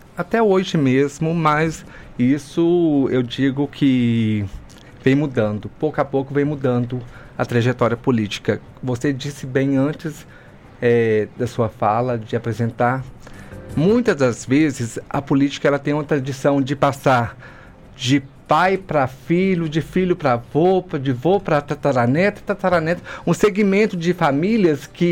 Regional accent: Pompéu, Minas Gerais, Brazil; quando a gente se descobre no interior, numa cidade tão conservadora como Pompéu, quando você está se transitando para o lado trans, e quando eu saí do … não foi fácil

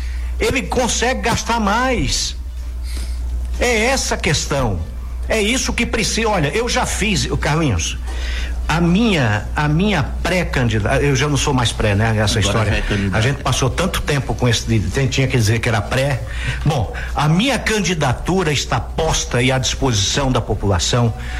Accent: Rondônia, Brazil; also born or lived in Vilhena; Então eu tenho dito sempre que eu sou de Rondônia

